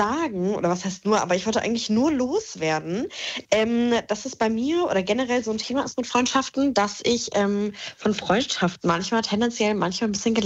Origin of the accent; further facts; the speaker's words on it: Idstein, Hesse, Germany